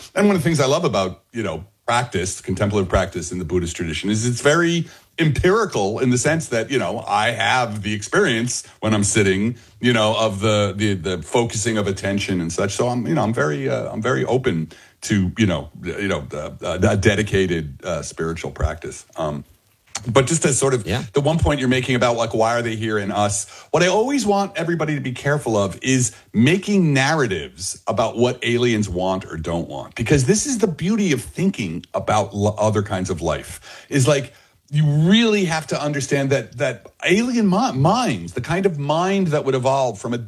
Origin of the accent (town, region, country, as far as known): Belleville, New Jersey, United States